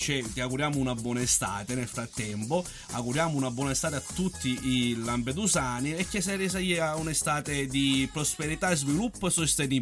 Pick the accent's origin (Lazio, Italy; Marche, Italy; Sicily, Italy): Sicily, Italy; Licata; Tra l'altro, io sono di Lucca